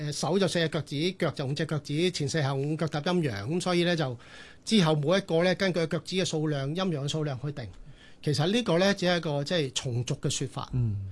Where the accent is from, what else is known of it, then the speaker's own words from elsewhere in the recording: China; 其實就係話俾人聽，其實我哋中國人呢個生肖都係生肖紀年法